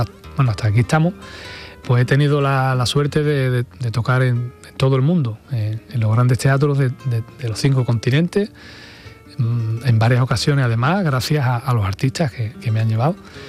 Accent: Huelva, Andalusia, Spain; also born or lived in Triana, Seville; Yo, en fin, adoro mi tierra, me siento orgulloso de mi tierra, de Huelva, de mi Andévalo

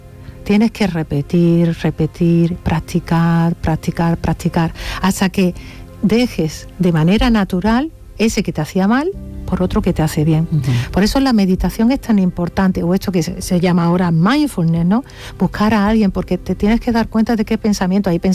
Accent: Andalusia, Spain; como soy andaluza me sale así

